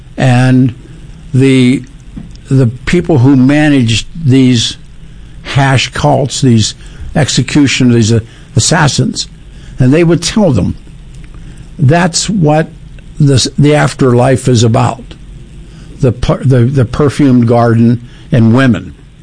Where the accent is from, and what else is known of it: United States